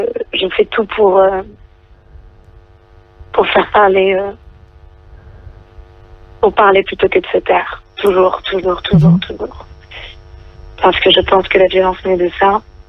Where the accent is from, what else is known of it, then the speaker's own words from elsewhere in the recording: France; born there; moi je suis née en France.